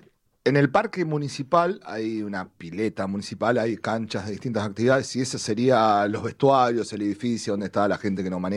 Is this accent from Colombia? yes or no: no; Casilda, Santa Fe, Argentina; moved away; era un concurso que hice en mi ciudad natal, en Casilda